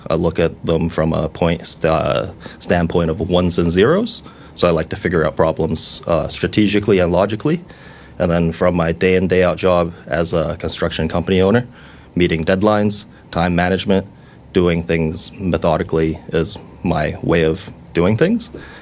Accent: New Zealand; also born or lived in China / Canada / United States; I was born in China, came to New Zealand when I was six, later moved to Canada and the States for most of my schooling.

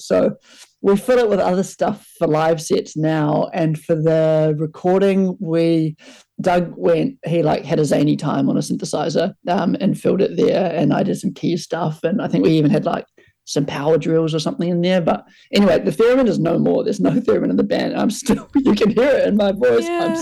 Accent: New Zealand; growing up in Aotearoa.

